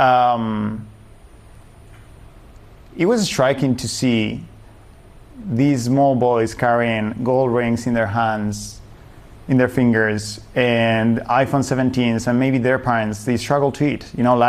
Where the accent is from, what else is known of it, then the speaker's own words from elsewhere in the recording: Spain; We are from Spain, and we are three brothers, and I'm the youngest.